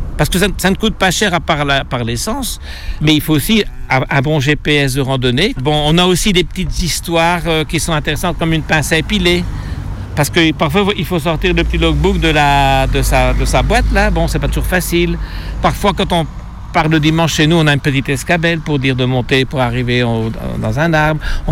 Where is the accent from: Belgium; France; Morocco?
Belgium; Nous, on vient de Belgique, on ne savait même pas qu'il y avait ici une petite fontaine